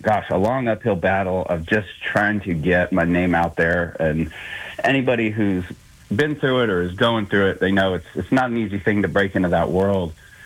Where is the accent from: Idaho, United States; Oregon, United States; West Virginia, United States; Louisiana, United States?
Idaho, United States; McCall; I actually grew up in an area kind of similar to Aspen or Vail. It's a little ski town called McCall, Idaho, and it's one of those where it's built around a lake. You've got two giant ski hills